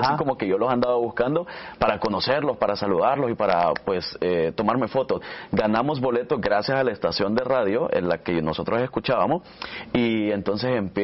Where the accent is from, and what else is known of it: Nueva Concepción, Chalatenango, El Salvador; born or raised there; now in United States